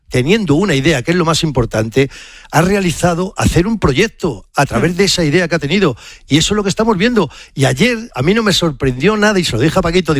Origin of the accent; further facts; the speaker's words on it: Spain; Estamos, como dijo el seleccionador, orgullosos de ser español, hombre, que somos españoles.